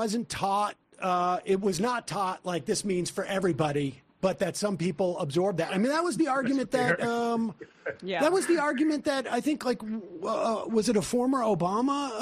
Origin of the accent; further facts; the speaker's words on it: Worcester, Massachusetts, United States; And, you know, I grew up in Worcester, Massachusetts. It was not like a very, like, it was not the most Jewish of places, but we were, you know, in Hebrew school.